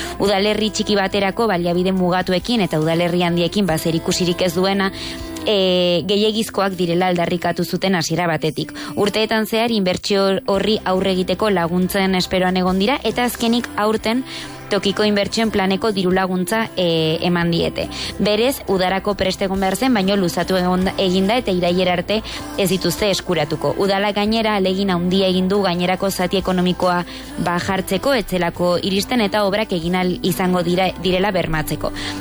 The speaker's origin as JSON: {"language": "Basque", "town": "Elzaburu", "region": "Navarre", "country": "Spain", "tie": "born there", "said": "nire herrian Eltzaburun"}